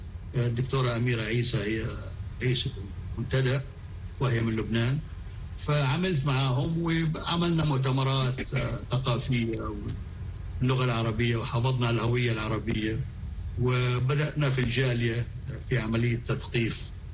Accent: Palestine; now in Australia; واحنا بنفتخر كفلسطينيين في العالم بانه احنا يمكن من اعلى المستويات تقدما في العلم وحبا للعلم.

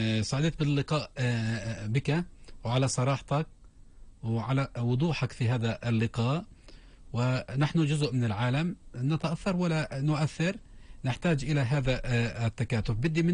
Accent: Palestine; إحنا كفلسطيني كانت استثماراتنا كبيرة في بعض الدول.

